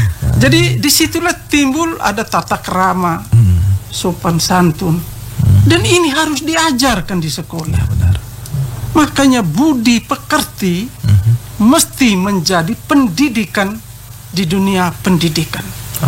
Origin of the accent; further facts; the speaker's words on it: East Nusa Tenggara, Indonesia; Tapi kita mencintai budaya kita sehingga kita mempunyai jati diri kita sebagai orang Ende Leo.